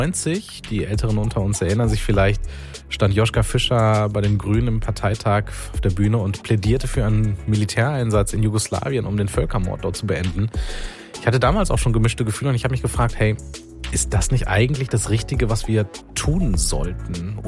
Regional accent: Wuppertal, North Rhine-Westphalia, Germany; Also ich bin in Wuppertal aufgewachsen, 13 Kilometer vom Wohnhaus der Familie Gentsch entfernt, die angegriffen wurden.

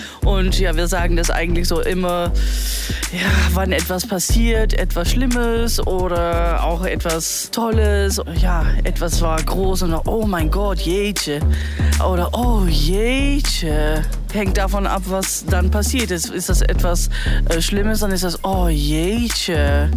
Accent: Netherlands; now in Münster, Germany; ich komme aus Holland, wohne in Münster

